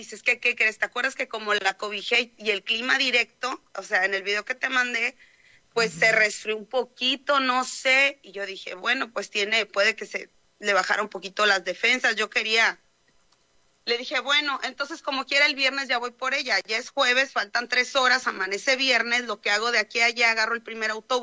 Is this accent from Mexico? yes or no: yes; Ciudad Mante, Tamaulipas, Mexico; Yo soy de Mante, ellos están en Madero.